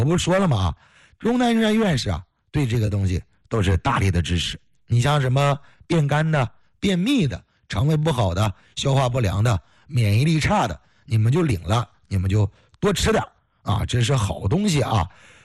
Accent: China; 是我生长在中华呀，生长在中国呀，土生土长的苗正根红的中国人呢

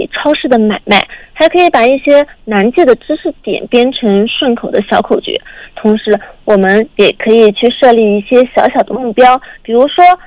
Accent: China; 我们中国人

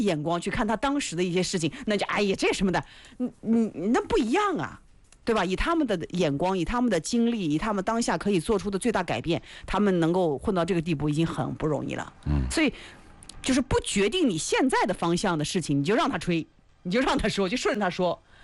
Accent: China; 我们中国人

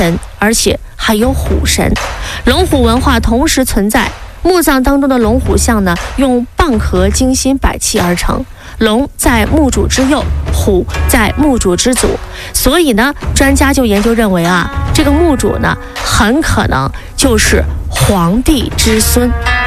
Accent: China; 我们中国人哈，在这里是很有发言权的

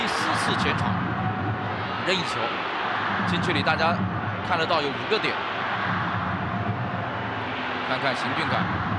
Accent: Hunan, China; 我们湖南人

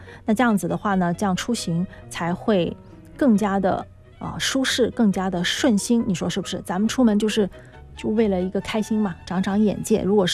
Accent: Guangdong, China; 对于我们老广来说

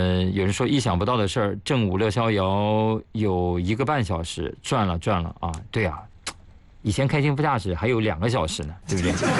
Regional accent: China; 我们是中国人对吧

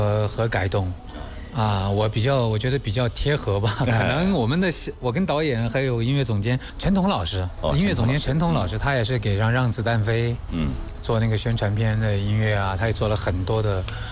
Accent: Guizhou, China; 当然当然，我是作为一个贵州人哈，能够去演唱， 作为一个贵州的土生土长的一个歌手，能去演唱自己发生在自己家乡土地上的这种红色题材的这种歌曲，首先我是觉得非常荣耀的。

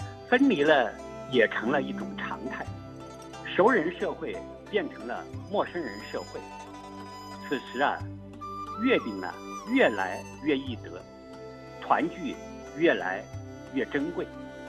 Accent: China; 我们中国人不能将月亮从精神世界里赶出去

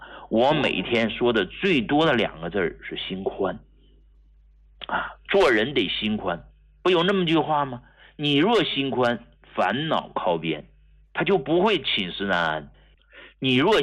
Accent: Hegang, Heilongjiang, China; moved away as an adult; now in Beijing, China; 我是来自黑龙江鹤岗工农区的一个啊小村庄，我从来没有忘记过我是一农民，农村出来的那么一个平民医者。

